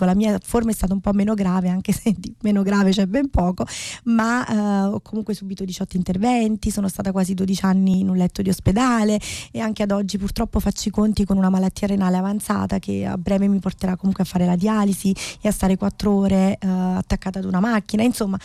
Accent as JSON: {"language": "Italian", "town": "Salerno", "region": "Campania", "country": "Italy", "said": "vengo da Salerno"}